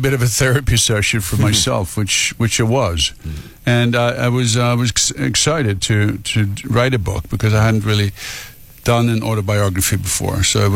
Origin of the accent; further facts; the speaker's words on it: Sweden; English is a second language; moved away; I had done it in small portions once in back in Sweden, my home country, in a radio show.